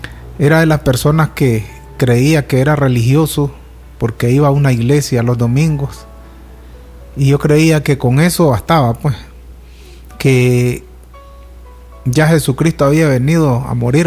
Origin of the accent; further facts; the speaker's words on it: Sébaco, Matagalpa, Nicaragua; Venimos de la ciudad de Sébaco a compartirles lo que estamos viviendo